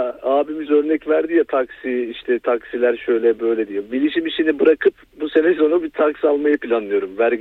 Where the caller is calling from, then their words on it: Istanbul, Turkey; Ben İstanbul'dan.